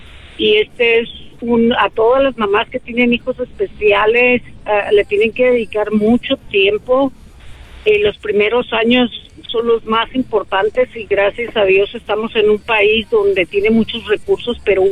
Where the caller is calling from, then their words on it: Houston, Texas, United States; Hablo desde Houston, Texas.